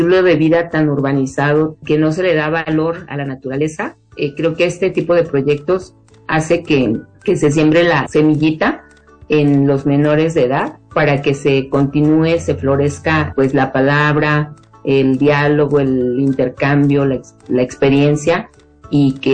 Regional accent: Mexico City, Mexico; Yo soy oriunda, digamos, de Contreras.

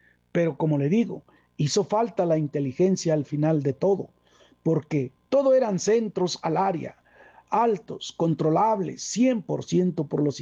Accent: Mexico

